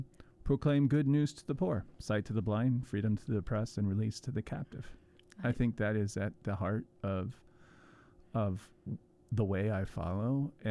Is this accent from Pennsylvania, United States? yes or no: no; Nebraska, United States; also born or lived in Houston, Texas; now in Austin, United States; I'm from Nebraska.